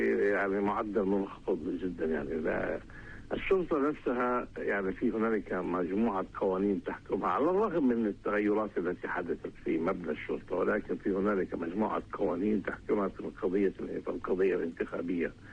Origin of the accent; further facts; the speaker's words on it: Palestine; يعني كفلسطيني أتحدث عربي فلسطيني مواطن